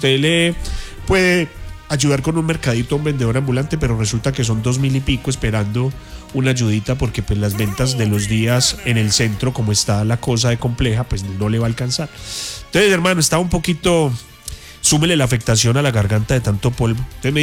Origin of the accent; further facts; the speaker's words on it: Pereira, Risaralda, Colombia; born there; also born or lived in Circasia, Quindío; A los 2 añitos de nacido, mi señor padre dijo, no, nos vamos para Pereira, y aquí ya llevamos ya 43 años viviendo en esta hermosa ciudad. Pero yo me siento muy orgulloso, me siento un pereirano más, y me siento cada día después de esta tragedia más orgulloso de ser pereirano.